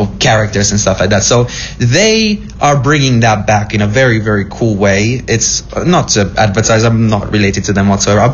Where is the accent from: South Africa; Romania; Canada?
Romania; Transylvania; growing up in Transylvania